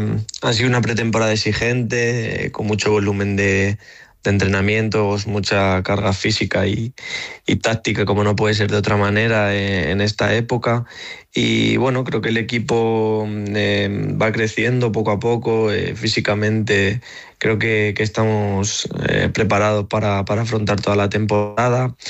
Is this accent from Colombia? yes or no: no; Castilla-La Mancha, Spain; yo como castellano manchego y de moral de aquí de Ciudad Real